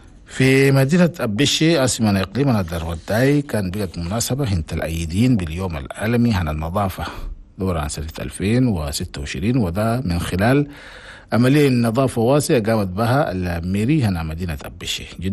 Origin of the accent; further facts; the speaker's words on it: Chad; حنا بلدنا تشاد